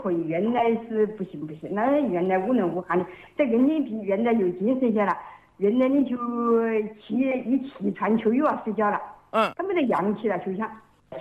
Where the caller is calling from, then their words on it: Qianjiang, Hubei, China; 潜江总口农场。